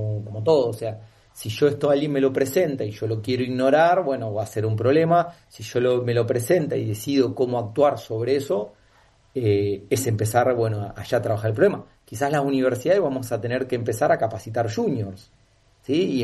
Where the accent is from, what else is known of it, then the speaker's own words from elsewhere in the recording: Argentina; Nosotros como Argentina todavía seguimos teniendo un montón de oportunidades para desarrollarnos.